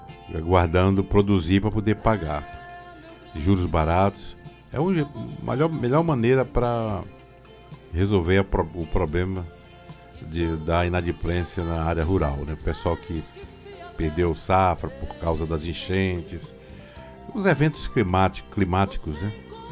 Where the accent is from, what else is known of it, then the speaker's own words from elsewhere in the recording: Pará, Brazil; Rapaz, eu sou do Pará, tá em festa.